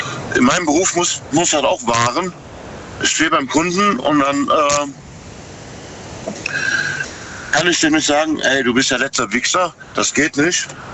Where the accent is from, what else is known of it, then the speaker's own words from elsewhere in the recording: Rhineland, Germany; Also ich bin Rheinländer.